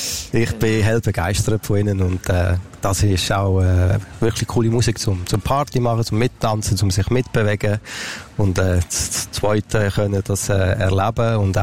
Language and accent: German; Grenchen, Solothurn, Switzerland; Von Grenchen.